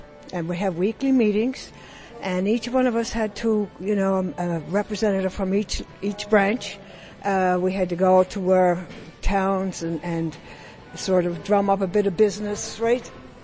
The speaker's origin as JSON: {"language": "English", "town": "Harbour Grace", "region": "Newfoundland and Labrador", "country": "Canada", "said": "Okay, well, I'm from Harbor Grace."}